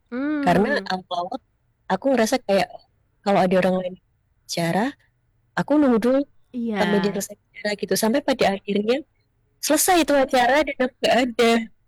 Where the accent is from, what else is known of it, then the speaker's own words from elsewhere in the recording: Indonesia; moved away as an adult; now in Australia; sama-sama Indonesia.